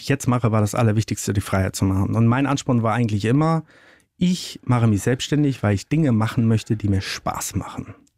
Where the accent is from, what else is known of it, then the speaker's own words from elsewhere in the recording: Ellerdorf, Schleswig-Holstein, Germany; Ja, genau. Mittelpunkt von Schleswig-Holstein, das Örtchen hieß Ellerdorf, da steckt das Dorf schon im Namen drin.